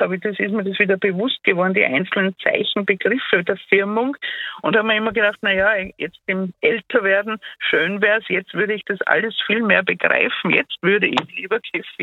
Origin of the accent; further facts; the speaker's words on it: Tyrol, Austria; Ich bin in Tirol aufgewachsen, 4 Jahre in.